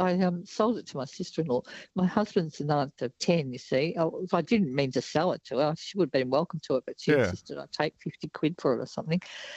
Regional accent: Ararat, Victoria, Australia; I'm also from Ararat.

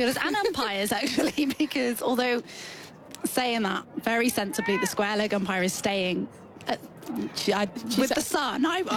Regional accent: Australia; I mean, as an Australian

